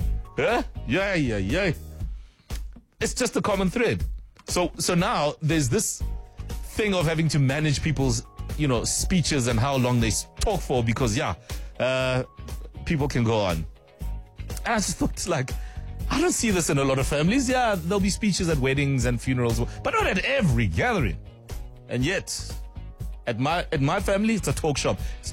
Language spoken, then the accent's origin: English; South Africa